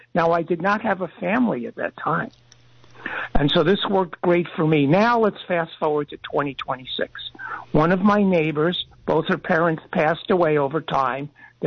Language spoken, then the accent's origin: English; Pennsylvania, United States; now in California, United States; When I first moved here in the 70s, I came here alone from Pennsylvania. And I wanted to try out California